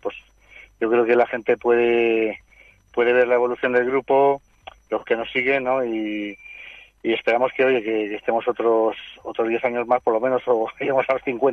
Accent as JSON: {"language": "Spanish", "region": "Castile and León", "country": "Spain", "said": "Bueno, somos palentinos, pero eso con muchas raíces aquí en la Ribera del Duero, ¿no?"}